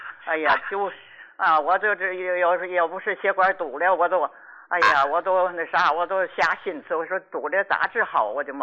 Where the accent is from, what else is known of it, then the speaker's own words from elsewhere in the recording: Qinhuangdao, Hebei, China; 我秦皇岛的患者，我今年86了。